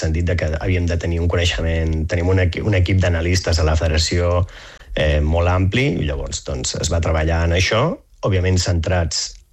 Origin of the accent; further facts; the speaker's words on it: Catalonia, Spain; moved away; Doncs sí, som bastants catalans aquí